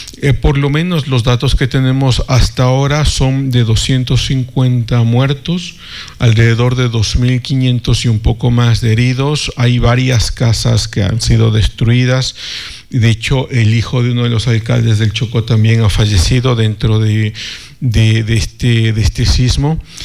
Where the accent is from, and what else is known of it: Ecuador